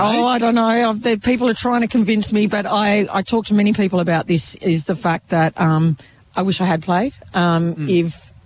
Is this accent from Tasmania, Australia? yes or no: yes; Hobart, Tasmania, Australia; I grew up in Tassie. So I grew up in Hobart, predominantly Hobart, but I've worked across the state.